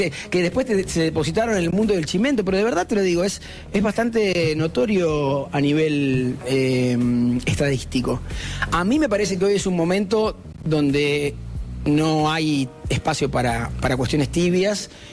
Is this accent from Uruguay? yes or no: yes; Uruguay; now in Argentina; por uruguayo, por puto, yo no puedo decir nada. Vivo hace 40 años en este país.